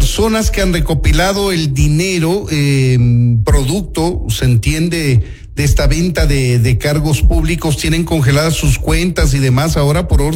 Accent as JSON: {"language": "Spanish", "country": "Ecuador", "said": "nos alegramos como ecuatorianos"}